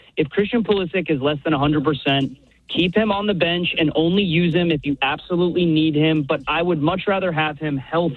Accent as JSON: {"language": "English", "town": "Orlando", "region": "Florida", "country": "United States", "said": "You know, I'm from Orlando. I'm a Magic fan."}